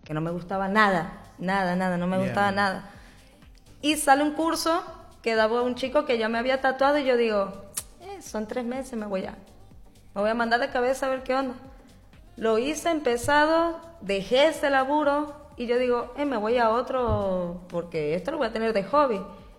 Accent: Maracaibo, Zulia, Venezuela; moved away as an adult; now in Santiago, Chile; Yo llegué en pleno invierno y yo no tenía ropa de invierno ni a palo porque en Venezuela, va, en Maracaibo no existe el invierno.

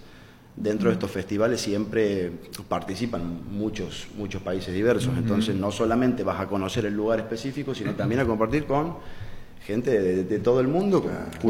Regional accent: Argentina; como argentino se nos reconoce por el fútbol y por el tango.

